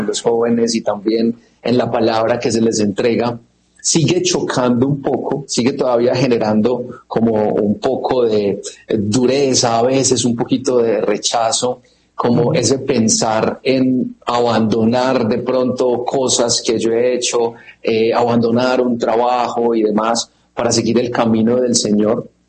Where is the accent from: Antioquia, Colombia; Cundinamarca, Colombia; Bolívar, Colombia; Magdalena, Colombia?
Antioquia, Colombia; Medellín; Muy feliz hoy desde mi tierrita, desde Medellín, Colombia